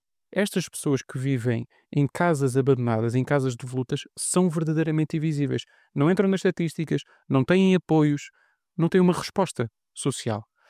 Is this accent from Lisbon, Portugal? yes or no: yes; Lisbon, Portugal; Primeiro, eu nasci em Lisboa, eu vivo em Lisboa, é a minha cidade.